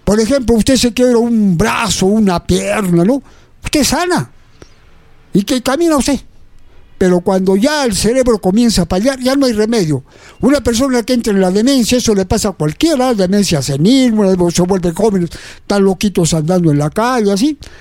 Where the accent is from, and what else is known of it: Peru